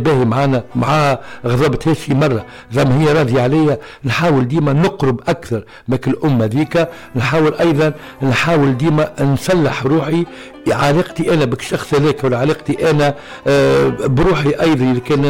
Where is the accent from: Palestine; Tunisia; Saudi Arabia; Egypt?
Tunisia; بلادنا تونس الحبيبة